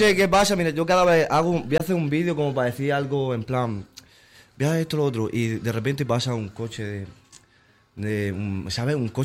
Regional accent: Alguazas, Las Torres de Cotillas, Region of Murcia, Spain; yo era el único así por la zona de Alguaza, Las Torres, Molina, toda esa zona, pues toda la zona donde yo me juntaba cuando era crío.

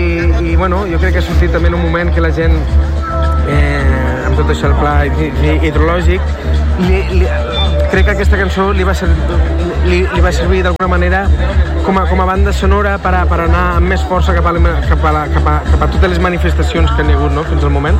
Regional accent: Camarles, Catalonia, Spain; sóc un romàntic de les Terres de l'Ebre, sóc de Camarres, un poble molt petit d'allà

